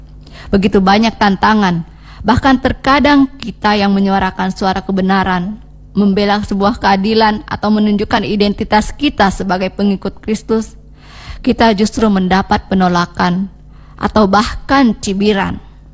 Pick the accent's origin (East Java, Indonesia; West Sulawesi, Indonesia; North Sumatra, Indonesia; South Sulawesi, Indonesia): South Sulawesi, Indonesia; Makassar; Kita sebagai warga Makassar